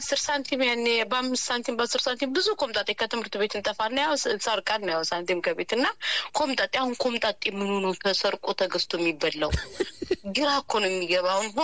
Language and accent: Amharic; Majete, Amhara, Ethiopia; born there; እኛ አካባቢ ደግሞ ሞር ፍየልም ላፋር ክረብ ስለሚቃ የተወለድኩበት አካባቢ ማጅቴ ፍየልም በደንብ እንጠቀማለን